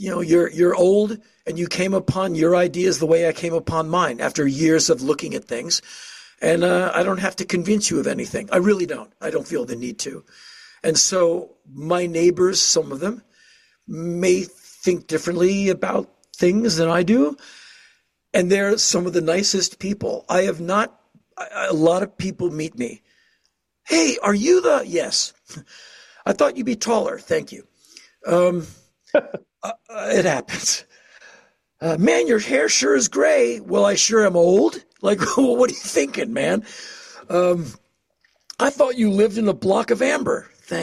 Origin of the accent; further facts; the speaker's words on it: Washington, District of Columbia, United States; now in Nashville, United States; I come from Washington, D.C., bordered by Maryland, Virginia. So I heard, "Hey, man," since I was five. And I hear a lot of, "Hey, man," in Nashville.